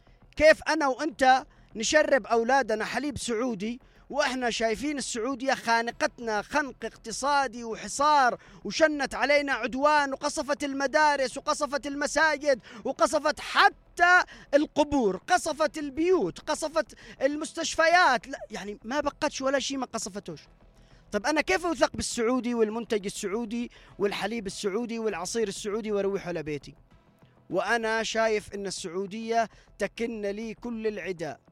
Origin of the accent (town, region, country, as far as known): Yemen